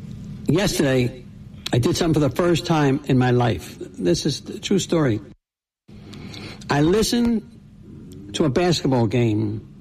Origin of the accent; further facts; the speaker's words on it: Brookline, Massachusetts, United States; born there; I was born in Boston, born in Brookline, Mass.